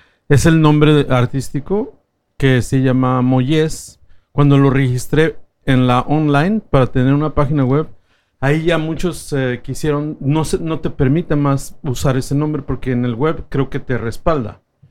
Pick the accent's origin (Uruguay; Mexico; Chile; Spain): Mexico; yo vengo de México y en México está en una campaña en contra de toda la inteligencia artificial